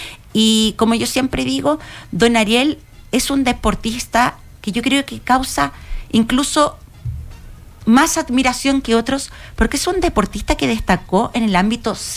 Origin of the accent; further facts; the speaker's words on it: Santiago, Santiago Metropolitan Region, Chile; now in Iquique, Chile; yo soy santiaguina, pero ya llevo muchos años en Iquique trabajando con personas mayores